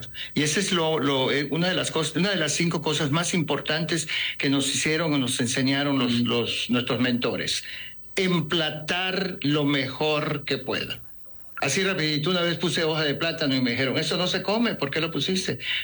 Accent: Motul, Yucatán, Mexico; Como yucateco que soy.

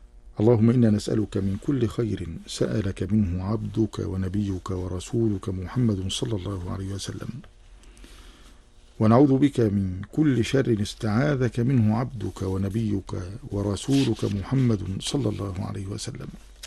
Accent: Egypt; اللهم اجعل بلدنا مصر أمنا أمانا سلما سلاما

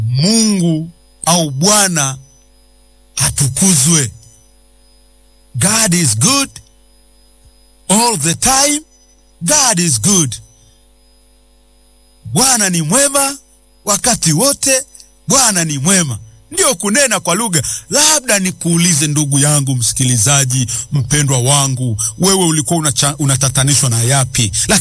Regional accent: Kilimanjaro, Tanzania; Kwa mfano mimi ni Mpare. Nikiamua kunena kwa lugha hapa hamtanielewa.

